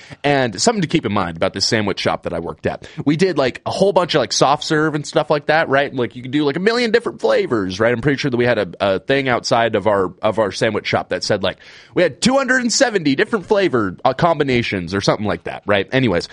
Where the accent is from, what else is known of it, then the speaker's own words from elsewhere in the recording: Manson, Washington, United States; I was working at a sandwich shop at my home in my hometown of Manson, Washington